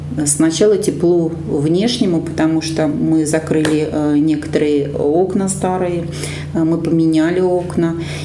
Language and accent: Russian; Novye Eltsy, Tver Oblast, Russia; born or raised there